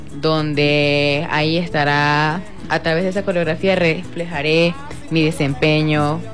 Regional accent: Mucujepe, Mérida, Venezuela; now in El Vigía, Venezuela; tanto como de donde vengo, de Mucujepe, como de aquí del Vigía, el municipio de Alberto Adriani

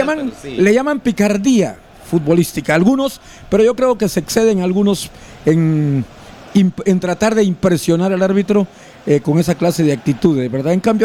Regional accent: Mazatenango, Suchitepéquez, Guatemala; born there; yo de niño estaba estudiando básico en Mazatenango

